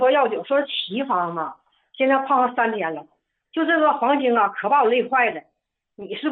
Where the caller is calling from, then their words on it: Shenyang, Liaoning, China; 我是沈阳的。